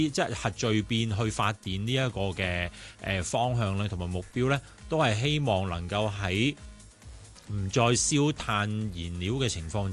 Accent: Hong Kong; 第一个，我哋香港人最鍾意去旅行㗎啦。

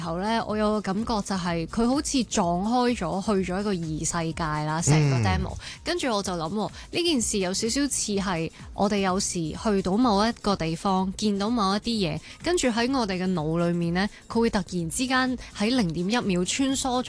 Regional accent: Tsuen Wan, New Territories, Hong Kong; 我都系喺嗰度出世嘅

